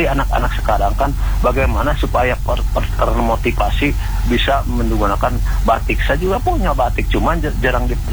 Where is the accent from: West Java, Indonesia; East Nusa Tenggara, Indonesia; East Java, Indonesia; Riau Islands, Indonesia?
West Java, Indonesia; Limbangan; Nah, berkunjung ke daerah saya menggunakan jalur selatan, pasti bakal lewat ke tempat saya.